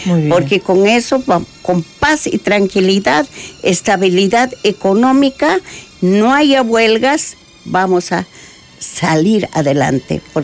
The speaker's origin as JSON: {"language": "Spanish", "region": "Puno", "country": "Peru", "said": "Es mi pueblo, yo soy de Puno"}